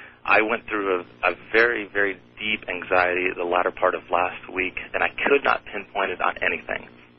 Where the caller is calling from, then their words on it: Costa Mesa, California, United States; in Costa Mesa, California.